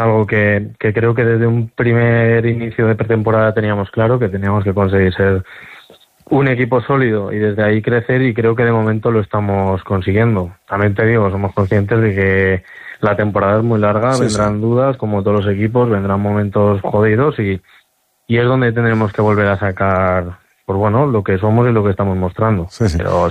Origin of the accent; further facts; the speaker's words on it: Ágreda, Castile and León, Spain; siempre, claro, he estado muy muy arraigado a Soria, he estado muy arraigado a mi pueblo, a Agre, a mis amigos, a mi familia